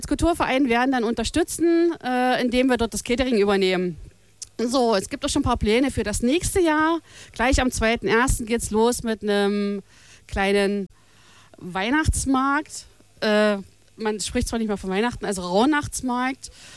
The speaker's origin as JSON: {"language": "German", "town": "Plessa", "region": "Brandenburg", "country": "Germany", "said": "Wir wollen Traditionen bewahren, die es hier in Plessa gibt, unsere Mundart."}